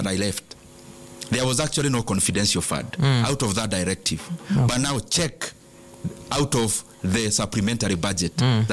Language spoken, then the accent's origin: English; Kenya